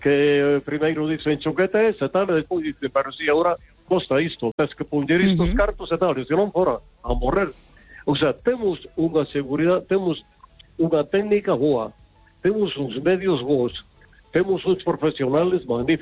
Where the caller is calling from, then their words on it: Vigo, Galicia, Spain; Soy de Telmo de Vigo.